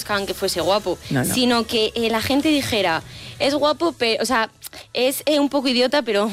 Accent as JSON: {"language": "Spanish", "town": "Salamanca", "region": "Castile and León", "country": "Spain", "said": "Y si soy salmantina."}